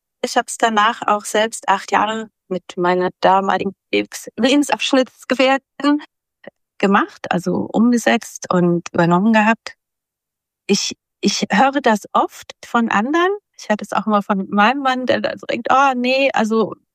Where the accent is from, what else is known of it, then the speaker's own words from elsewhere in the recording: Weilmünster, Hesse, Germany; also born or lived in near Wetzlar; Ich bin auch in Wallmünster geboren und ich sollte auch da wieder eingeschult werden.